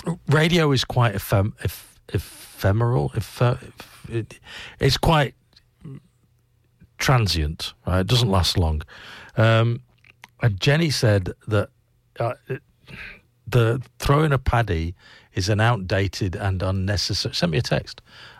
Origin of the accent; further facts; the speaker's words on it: England, United Kingdom; My brother, Tom, is Irish. I'm English.